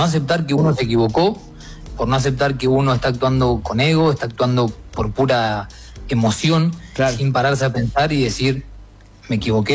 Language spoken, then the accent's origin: Spanish; Argentina; yo no me puedo estar peleando con una persona que es de Ecuador porque yo soy de Argentina.